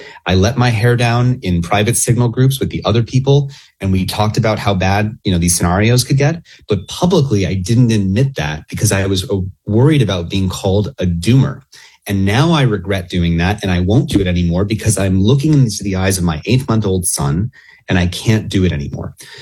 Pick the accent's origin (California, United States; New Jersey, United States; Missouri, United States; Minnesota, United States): California, United States; so I'm from Silicon Valley.